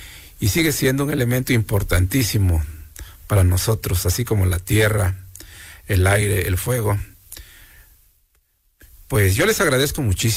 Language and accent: Spanish; Mexico; now in Izúcar de Matamoros, Mexico; Y como mexicanos, pues ni se diga, los mexicanos somos bien trabajadores, bien inteligentes, bien creativos.